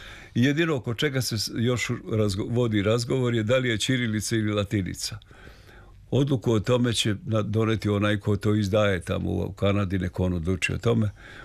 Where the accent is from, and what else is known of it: Serbia